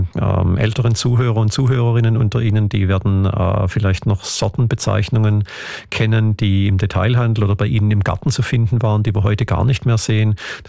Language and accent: German; Germany; man sieht das auch in Deutschland, wo ich herkomme schon, dass viele Winzerbetriebe aufgeben müssen